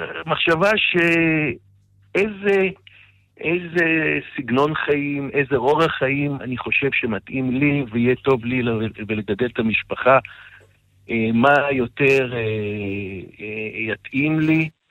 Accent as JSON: {"language": "Hebrew", "town": "Yesha", "region": "Southern District", "country": "Israel", "tie": "born or raised there", "also_born_or_lived": "Or Yehuda", "moved": "as an adult", "said": "בגיל 35 החלטתי שאני רוצה לחזור למשק שבו גדל, לבית שבו גדלתי במשק במושב"}